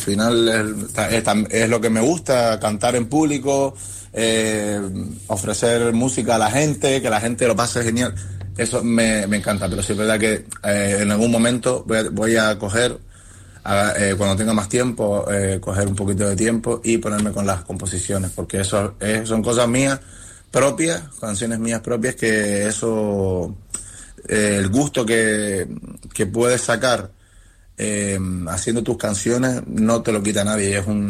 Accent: Telde, Canary Islands, Spain; yo soy de La Garita

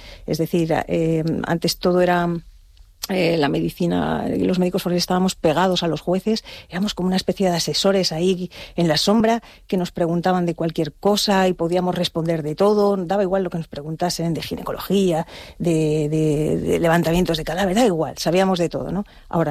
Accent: Madrid, Community of Madrid, Spain; moved away as an adult; now in Canary Islands, Spain; si tengo que hablar de un punto de partida en mi vida es Madrid. Yo soy de Madrid, aunque bueno, me siento ya casi la mitad de mi vida la llevo en Canarias, bueno, un poco menos, pero prácticamente. Pero sí que es verdad que ese es mi origen, ¿no? Mi vida en Madrid, mi infancia en Madrid

